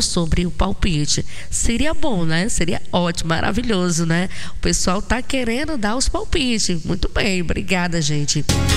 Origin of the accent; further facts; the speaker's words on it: Brazil; Mas sou brasileira, né? Mas sou brasileira, claro.